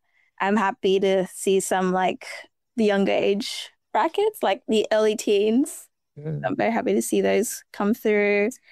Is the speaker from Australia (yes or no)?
yes; Darwin, Northern Territory, Australia; I am born and bred in Darwin and I'm proud of that.